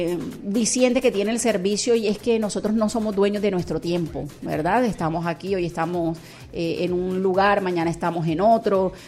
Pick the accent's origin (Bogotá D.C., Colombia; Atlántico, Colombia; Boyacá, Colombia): Atlántico, Colombia; Barranquilla; moved away; la ciudad de Barranquilla, que es de donde soy oriunda